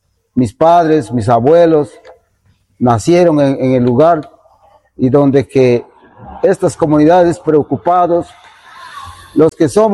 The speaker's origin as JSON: {"language": "Spanish", "country": "Peru"}